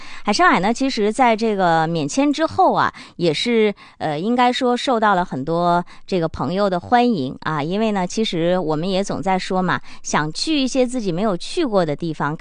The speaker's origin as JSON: {"language": "Chinese", "region": "Northeast China", "country": "China"}